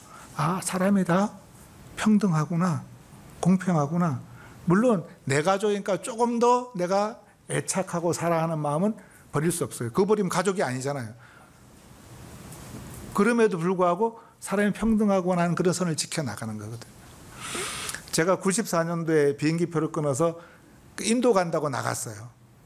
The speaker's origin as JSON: {"language": "Korean", "country": "South Korea", "said": "근데 나는 한국 사람이라서"}